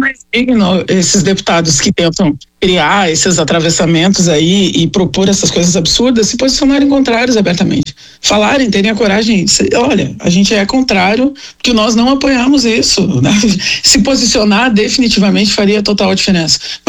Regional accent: Porto Alegre, Rio Grande do Sul, Brazil; Eu sou uma figura que eu me criei eu cresci numa ocupação aqui em Porto Alegre, numa comunidade.

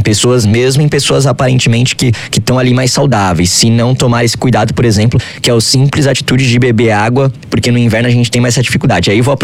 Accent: São Paulo, Brazil; now in Rio de Janeiro, Brazil; E eu tô no Rio de Janeiro, mas venho de São Paulo

